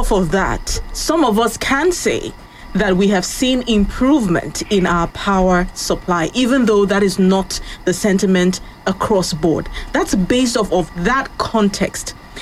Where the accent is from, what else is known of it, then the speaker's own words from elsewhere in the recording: Nigeria; as Nigerians